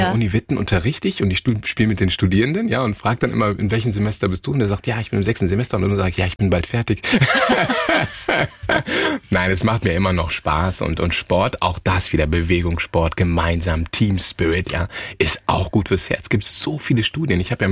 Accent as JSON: {"language": "German", "country": "Ghana", "said": "Nee, der Daddy ist aus Ghana gekommen. Ja. Mhm. Wir kommen aus Ghana, Mama auch."}